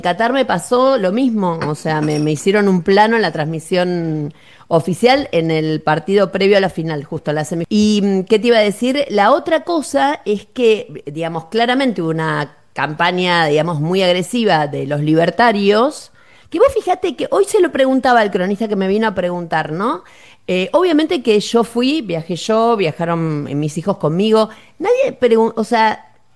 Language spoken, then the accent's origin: Spanish; Buenos Aires, Argentina; born there; moved away; yo nací en Soldati, en una casa pobre.